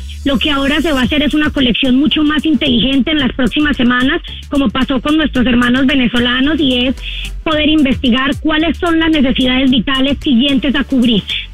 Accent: Colombia; gracias a Tampa, porque la comunidad ha demostrado un apoyo increíble por mi tierra colombiana

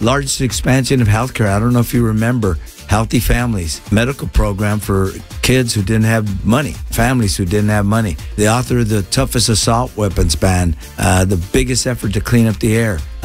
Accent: City Terrace, California, United States; I also grew up in a tough neighborhood. I grew up in City Terrace, in Bow Heights, a latchkey kid

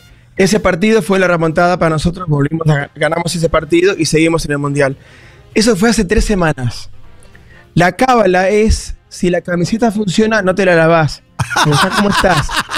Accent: Argentina

